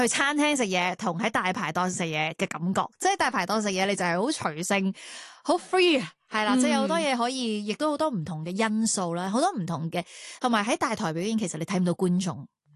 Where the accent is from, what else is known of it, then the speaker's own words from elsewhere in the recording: Canada; now in Hong Kong; 其实我细个喺加拿大嘅时候系歌唱比赛出身啦，然之后已经喺本地嘅一啲电视台做主持。